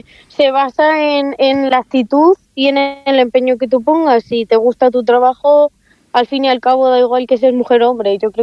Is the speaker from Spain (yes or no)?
yes; Santa Cruz de Pinares, Castile and León, Spain; Soy de un pueblecito pequeño que se llama Santa Cruz de Pinares.